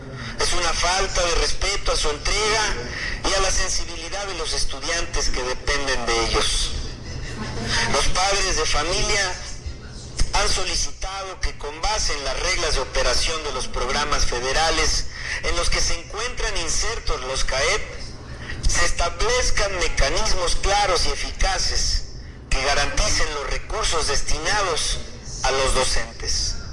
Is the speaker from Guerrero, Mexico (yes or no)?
yes; Acapulco, Guerrero, Mexico; born or raised there